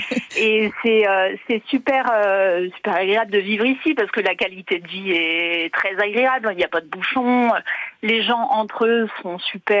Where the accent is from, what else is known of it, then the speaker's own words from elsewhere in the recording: Auvergne-Rhône-Alpes, France; born there; moved away as an adult; Non, je vous en prie, je suis née dans le Rhône.